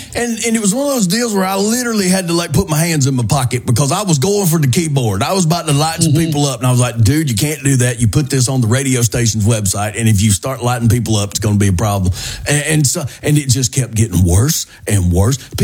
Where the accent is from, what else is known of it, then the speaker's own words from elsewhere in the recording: the South, United States; And I have to be careful when I'm talking about this because I am from the South, and sometimes I'll just say Coke, and I don't mean Coke, I mean Sprite, or right.